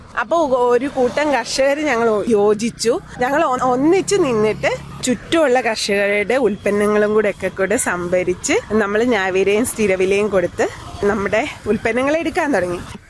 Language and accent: Malayalam; Kerala, India; born there; ഞാൻ ഓണാട്ടുകാരിയാണ് ജനിച്ചത്. അവ ഒരു കാർഷിക സംസ്കാരമുള്ള നാടാണ്, ജീവിത രീതിയുള്ള നാടാണ്.